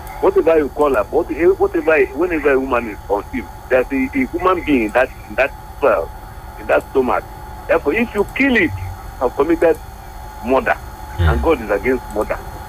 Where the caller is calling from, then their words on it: Ilorin, Kwara, Nigeria; speaking from Ilori.